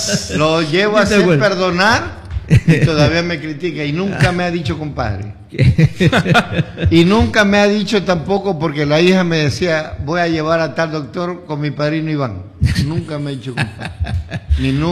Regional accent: Ayacucho, Manabí, Ecuador

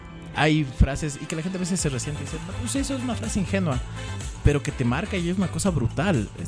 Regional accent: Ecuador

